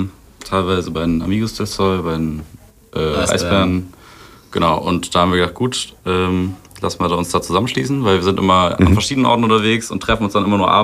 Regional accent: Mainz, Rhineland-Palatinate, Germany; born there; Also wir sind gebürtige Mainzer, zumindest zu 99%.

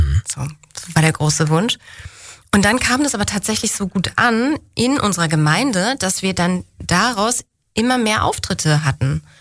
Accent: Spandau, Berlin, Germany; als ich in Potsdam studiert habe und ich dann gesagt habe, dass ich aus Spandau komme und dann hieß es so, oh, ist aber was ganz Besonderes hier.

